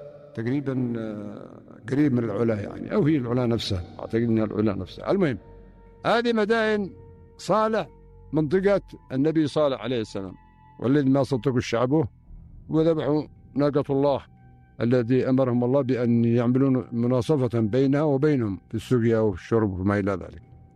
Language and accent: Arabic; Yemen; يضيعها عندنا في اليمن